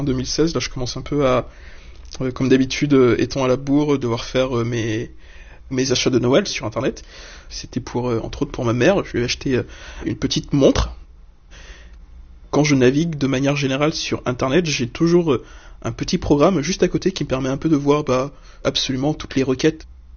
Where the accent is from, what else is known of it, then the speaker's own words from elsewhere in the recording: Dakar, Senegal; Je viens du Sénégal, de Dakar. J'ai réellement commencé quand j'avais 22 ans.